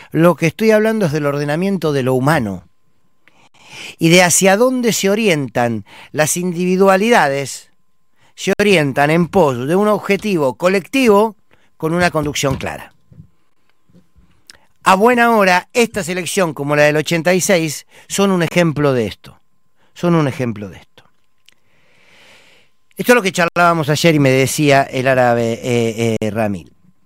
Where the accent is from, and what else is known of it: Argentina